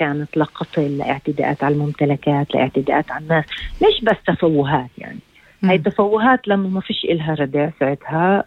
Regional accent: Palestine; هذا الشعور لدينا أوكي كطلاب كمحاضرين كفلسطينيين

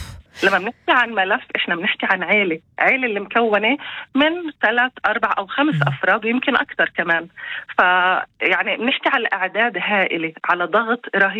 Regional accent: Israel

